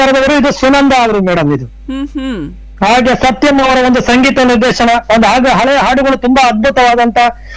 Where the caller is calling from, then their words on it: Saligrama, Karnataka, India; ಸಾಲಿಗ್ರಾಮದಿಂದ ಉಡುಪಿ ಜಿಲ್ಲೆಯಿಂದ ಮಾತಾಡ್ತಾ ಇದ್ದೀನಿ.